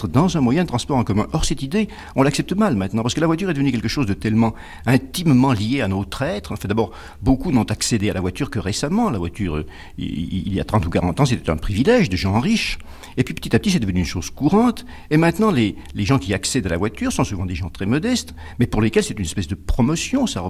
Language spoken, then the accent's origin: French; France; Vous savez, nous sommes français, un peu latins, un peu gaulois